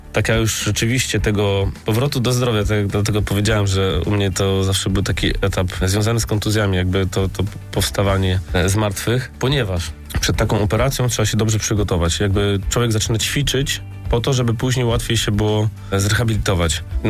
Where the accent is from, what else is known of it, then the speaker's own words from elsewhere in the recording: Gdańsk, Pomeranian Voivodeship, Poland; W mojej młodości jestem z 1980 roku, wychowałem się na osiedlu Chełm tutaj w Gdańsku